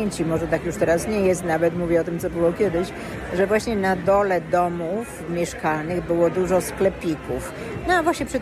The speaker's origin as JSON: {"language": "Polish", "town": "Kraków", "region": "Lesser Poland", "country": "Poland", "moved": "yes", "lives_now": "Sydney, Australia", "said": "ja jestem z Krakowa"}